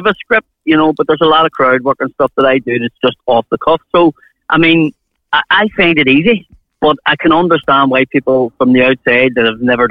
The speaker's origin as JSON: {"language": "English", "country": "Ireland", "said": "it's about being Irish and being around the world and having gout and having kids and being married"}